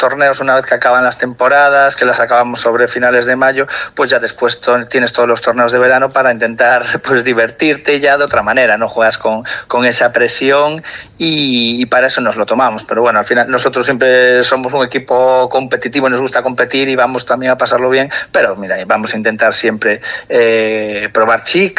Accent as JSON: {"language": "Spanish", "town": "Vigo", "region": "Galicia", "country": "Spain", "said": "somos casi todas de Vigo, yo incluido."}